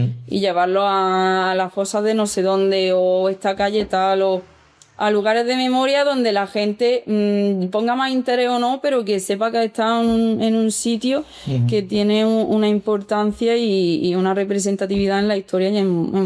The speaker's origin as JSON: {"language": "Spanish", "town": "Talará", "region": "Andalusia", "country": "Spain", "said": "en mi pueblo en Talara"}